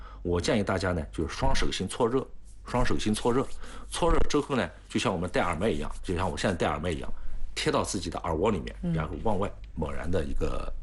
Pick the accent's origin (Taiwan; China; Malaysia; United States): China